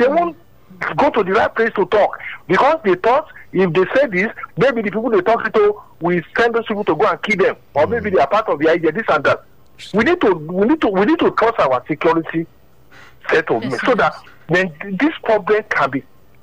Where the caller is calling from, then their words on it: Abuja, Federal Capital Territory, Nigeria; I'm calling from Abuja this morning. I'm on my way to airport. I'm in Sabeco.